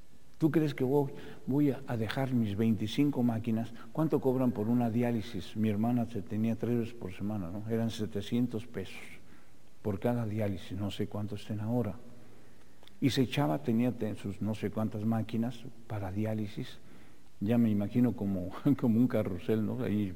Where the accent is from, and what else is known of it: Mexico